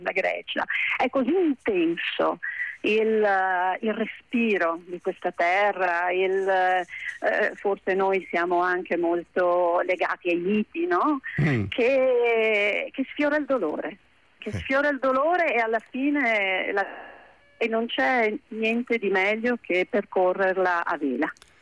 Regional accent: Venice, Veneto, Italy; Per me veneziana

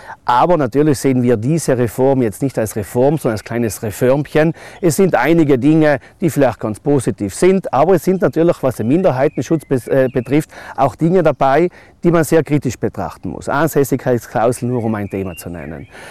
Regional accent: Trentino-Alto Adige, Italy; die wir als Südtiroler haben.

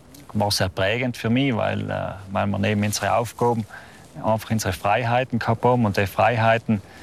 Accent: Trentino-Alto Adige, Italy; Ich bin in Sarntaler Alpen aufgewachsen, um genau zu sein, auf der Flanderer Albe.

